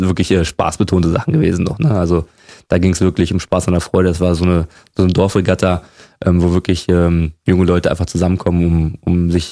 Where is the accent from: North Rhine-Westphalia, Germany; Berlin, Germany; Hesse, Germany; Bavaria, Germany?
Berlin, Germany; Ich bin ja in Spandau groß geworden. Und das heißt, muss man jetzt noch sagen, im Westsystem eigentlich, da gab es keine Sportschule in dem Sinne.